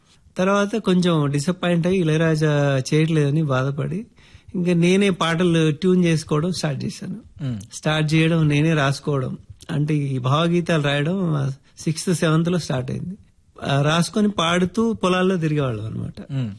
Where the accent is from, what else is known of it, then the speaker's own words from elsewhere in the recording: Satapur, Telangana, India; moved away; నా బాల్యం అంటే మా ఊరు సాటాపూర్ గ్రామం. అక్కడే అంటే ప్రైమరీ ఎడ్యుకేషన్ అంతా అక్కడే, తర్వాత నీలా రేంజల్లో high school education and Bodhan మధుమలంచ కాలేజీలో ఇంటర్